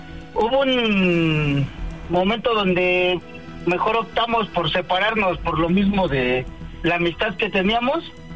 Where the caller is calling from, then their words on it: Xochimilco, Mexico City, Mexico; Tengo 41 años y soy de Xochimilco.